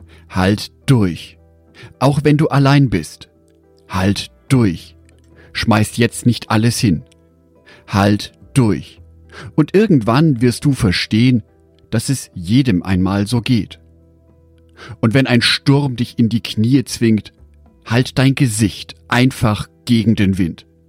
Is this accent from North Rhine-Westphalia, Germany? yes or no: yes; Düsseldorf, North Rhine-Westphalia, Germany; born there; Aus meiner Geburtsstadt Düsseldorf kommt die Punkband